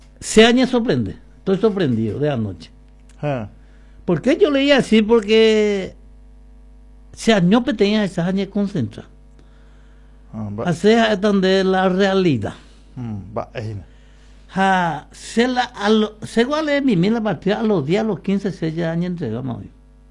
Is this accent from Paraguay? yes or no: yes; Paraguay; Porque soy paraguayo.